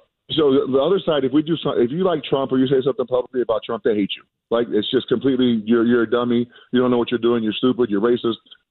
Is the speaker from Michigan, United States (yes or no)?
no; New Mexico, United States; I grew up in New Mexico, so we don't watch hockey. We don't have hockey.